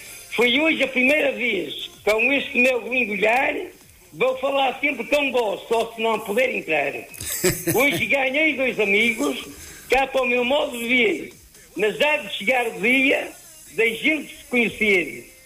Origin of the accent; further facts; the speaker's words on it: Portugal; now in São Bartolomeu do Mar, Portugal; Eu sou natural de Castelo de Meira, estou a vir em São Bartolomeu do Mar.